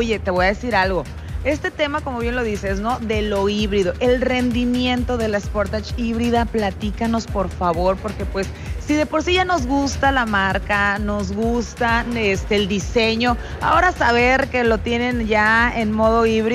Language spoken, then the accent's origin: Spanish; Mexico